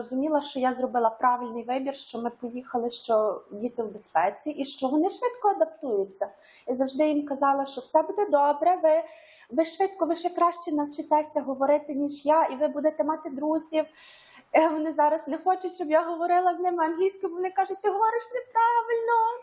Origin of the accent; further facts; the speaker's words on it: Monastyryska, Ternopil Oblast, Ukraine; moved away as an adult; Я родом з України, пишаюся цим, з Монастириська, Тернопільська область, невеличке містечко, але я люблю його.